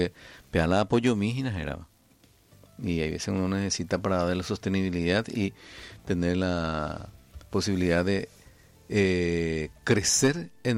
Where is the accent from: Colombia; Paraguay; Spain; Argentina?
Paraguay; Porque así somos los paraguayos, lamentablemente.